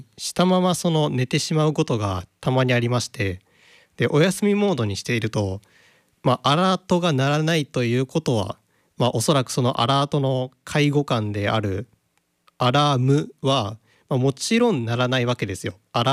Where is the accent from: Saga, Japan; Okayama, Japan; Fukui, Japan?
Okayama, Japan; 私あの岡山出身と言ったことがあったと思うんですけども、